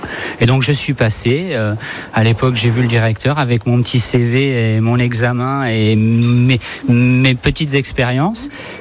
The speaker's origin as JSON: {"language": "French", "town": "Lunéville", "region": "Grand Est", "country": "France", "tie": "born there", "said": "Oui, je suis né à Lunéville, donc voilà."}